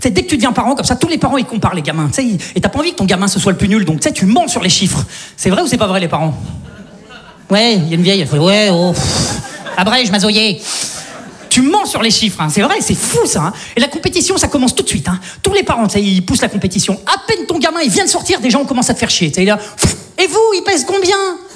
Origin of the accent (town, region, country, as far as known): Saint-Étienne, Auvergne-Rhône-Alpes, France